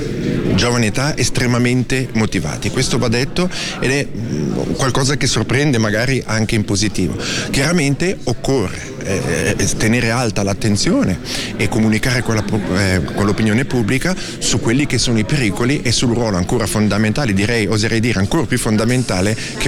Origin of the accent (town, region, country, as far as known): Ticino, Switzerland